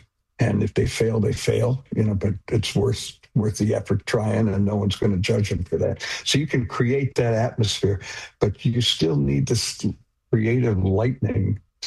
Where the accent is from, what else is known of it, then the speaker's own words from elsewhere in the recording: Detroit, Michigan, United States; We're nine people from Detroit, and we do speak the musical language of our hometown.